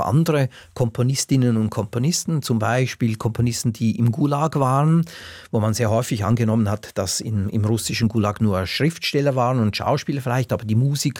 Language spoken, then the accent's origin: German; Switzerland; moved away; als Schweizer, weil ich als Auslandschweizer über Jahrzehnte gesehen habe